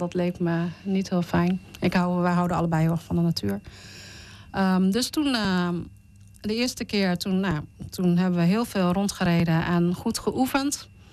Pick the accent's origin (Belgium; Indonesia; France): Indonesia; now in Netherlands